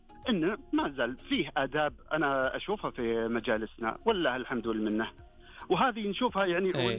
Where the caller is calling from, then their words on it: Saudi Arabia; إحنا كسعوديين